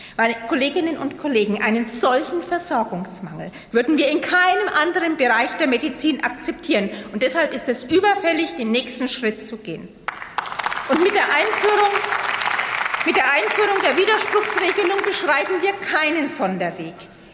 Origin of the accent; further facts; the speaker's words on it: Königshofen, Germany; Zum Beispiel an Tobias Werner aus meiner Heimat in Königshofen